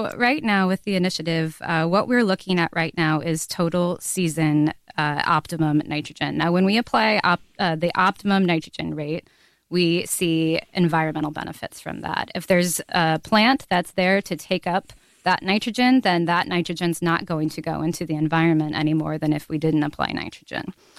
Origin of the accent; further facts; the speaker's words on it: Davenport, Iowa, United States; I grew up in Davenport. I hadn't been on a farm until I was 21 years old.